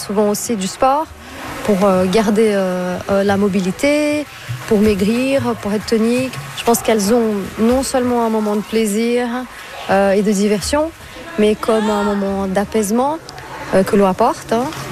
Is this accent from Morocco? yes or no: no; Brazil; Moi, je suis brésilienne à la base, donc quand je pense à l'Amazone, c'est trouble